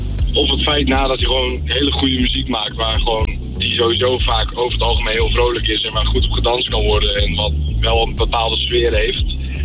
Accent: Volendam, North Holland, Netherlands; ik kom uit Volendam.

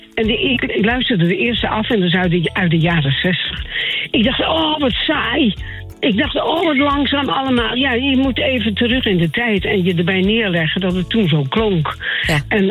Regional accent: Groningen, Netherlands; now in Blaricum, Netherlands; Ik heb een fantastische buurt waar ik woon in Blaricum. Ik heb een goede band met de Groningers waar ik vandaan kom.

